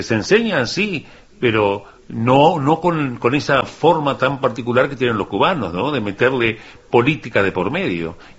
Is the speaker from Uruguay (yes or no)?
yes; Uruguay; aquí los niños en Uruguay, en mi país, viven su niñez.